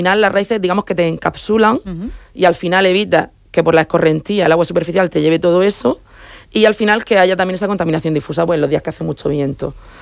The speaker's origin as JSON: {"language": "Spanish", "town": "La Unión", "region": "Region of Murcia", "country": "Spain", "said": "Es que somos el municipio de la Unión y de Cartagena, la zona de Pormán."}